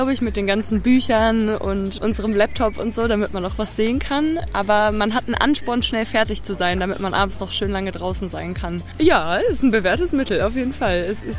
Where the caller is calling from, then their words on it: Leipzig, Saxony, Germany; ich komme aus Leipzig